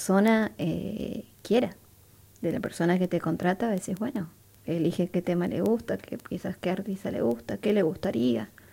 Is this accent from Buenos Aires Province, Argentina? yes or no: no; Río Gallegos, Santa Cruz, Argentina; yo soy de Río Gallegos